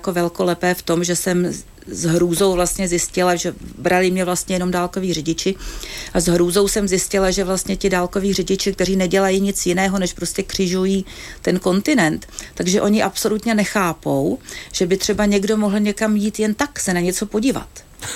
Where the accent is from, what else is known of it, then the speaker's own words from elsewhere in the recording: Russia; now in United Kingdom; A musela jsem teda vysvětlovat, proč teda nejsme Rusové a jak to, že nejsme Rusové, když jsme z Ruska.